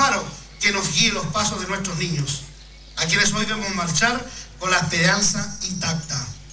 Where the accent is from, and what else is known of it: Chile